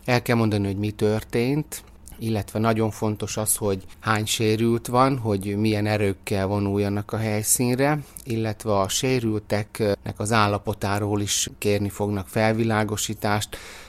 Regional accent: Szabolcs-Szatmár-Bereg, Hungary; Kis faluból származom, Szabolcs megyéből, onnan vezetett az utam ide a református kollégiumba

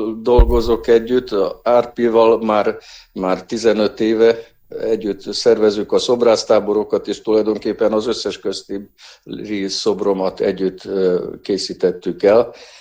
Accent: Ukraine; én is egy kisebbségi magyar vagyok Ukrajnában

